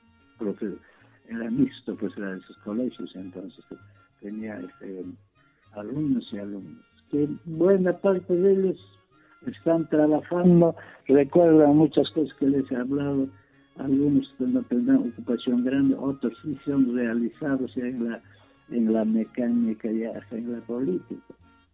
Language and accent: Spanish; Acomayo, Cusco, Peru; en mi tierra, Pomayo.